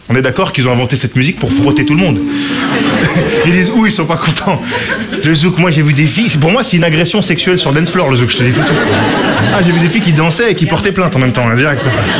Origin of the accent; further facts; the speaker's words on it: Clermont-Ferrand, Auvergne-Rhône-Alpes, France; Oui, puis je comprends pas d'où me vient cet accent là. Je suis de Clermont-Ferrand, moi, là-bas.